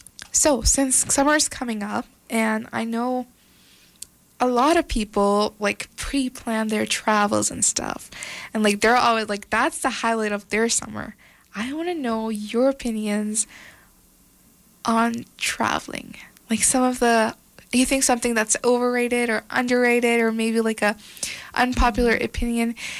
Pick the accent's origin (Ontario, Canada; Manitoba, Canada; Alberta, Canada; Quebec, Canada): Manitoba, Canada; Winnipeg; Because I'm from Winnipeg, so Winnipeg is like way worse than Calgary